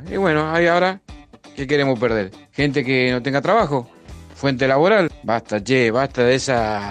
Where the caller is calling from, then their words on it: Argentina; yo soy argentino, hincha de Argentina